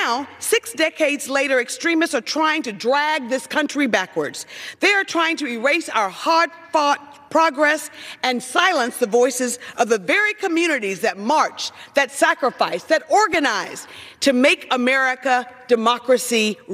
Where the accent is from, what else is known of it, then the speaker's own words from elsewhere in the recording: Selma, Alabama, United States; I grew up in Selma in the shadow of the civil rights movement.